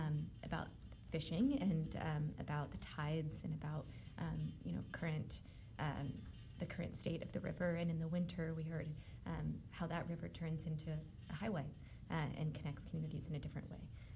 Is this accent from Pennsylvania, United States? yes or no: yes; Philadelphia, Pennsylvania, United States; I'm from Philadelphia.